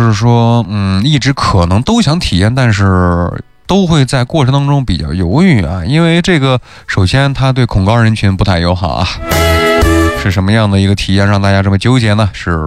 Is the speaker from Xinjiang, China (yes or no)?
yes; Xinjiang, China; 咱们新疆人